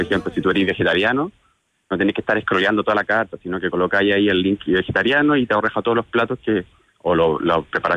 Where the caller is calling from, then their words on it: San Ramón, Santiago Metropolitan Region, Chile; Yo llamo a la comuna de San Ramón